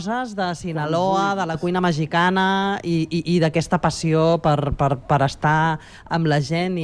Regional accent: Vilanova i la Geltrú, Catalonia, Spain; Et dic un secret, el xató és de Vilanova i la Geltrú, que és el meu poble.

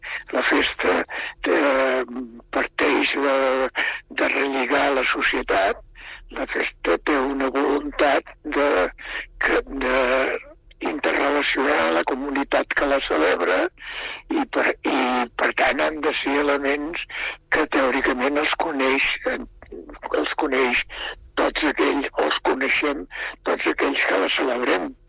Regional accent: Catalonia, Spain; jo soc de Noví

